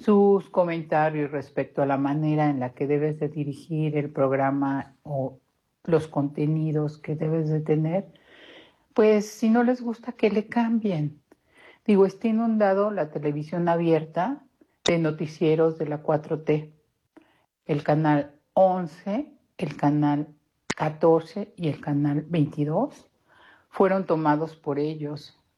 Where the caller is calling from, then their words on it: Querétaro, Mexico; de Querétaro.